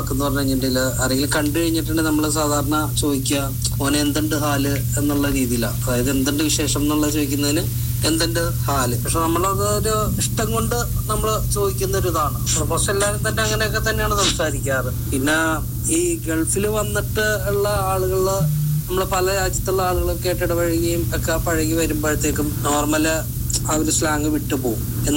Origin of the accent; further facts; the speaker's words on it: Kochi, Kerala, India; moved away as an adult; now in Gulf; കൊച്ചിയില് ഞാൻ ജനിച്ചു വളർന്ന സ്ഥലമായിട്ട് പോലും